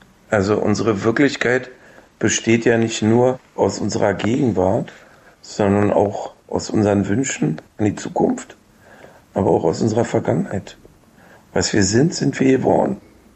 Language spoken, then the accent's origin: German; Germany; bin ja auch Ossi, DDR-Bürger gewesen